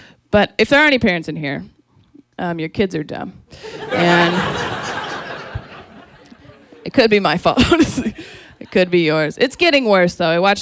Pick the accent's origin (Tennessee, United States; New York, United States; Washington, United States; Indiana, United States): Washington, United States; Renton; born there; I already told you I'm from Renton. I went to school with plenty of girls who ended up stripping.